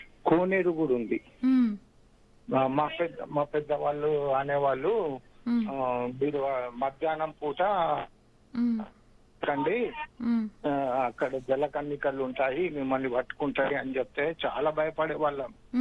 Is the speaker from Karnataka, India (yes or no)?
no; Nizamabad, Telangana, India; born there; ఆదర్శ నగర్, నిజామాబాద్ నుంచి.